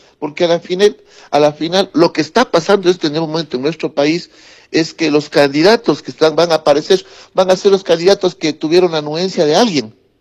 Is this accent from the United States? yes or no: no; Ambato, Tungurahua, Ecuador; como ecuatoriano y especialmente como ambateño